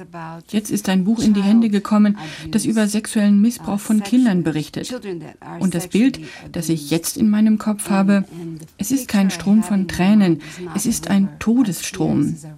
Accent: Brazil; Ich bin ja Brasilianerin. Ich dachte, ich wüsste eine Menge über die Not der Frauen in Südamerika.

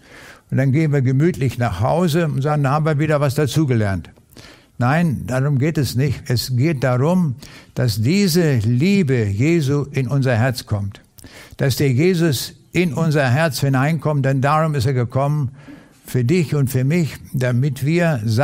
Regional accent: Lüchow, Lower Saxony, Germany; dem Krieg haben wir auf dem Lande gelebt, in Niedersachsen, in der äußersten Ecke von Niedersachsen. Und ich bin dort in Lüchow zur Schule gegangen.

